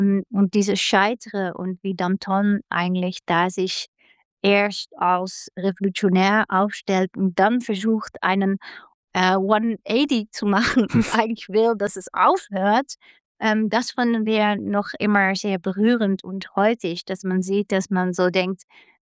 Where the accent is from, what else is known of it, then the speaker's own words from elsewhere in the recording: Netherlands; German is a second language; moved away as an adult; Ich komme ja aus den Niederlanden